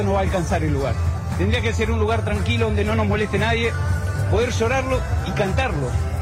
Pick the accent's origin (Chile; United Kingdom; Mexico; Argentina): Argentina; Chingolo, Córdoba; Mirá, yo soy albañil, vengo de Chingolo